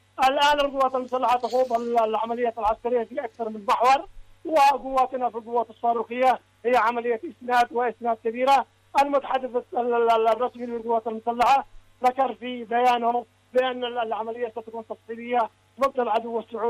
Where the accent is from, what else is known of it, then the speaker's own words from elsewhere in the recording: Yemen; ونحن يمنيين